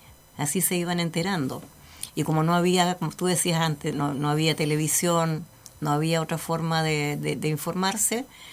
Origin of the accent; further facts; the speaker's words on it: Chonchi, Los Lagos, Chile; now in Ancud, Chile; Soy de Chonchi.